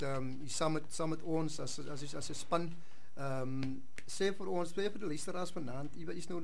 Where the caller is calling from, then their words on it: Wellington, Western Cape, South Africa; Ek is ook ingeskakel uit die Boland, Wellington.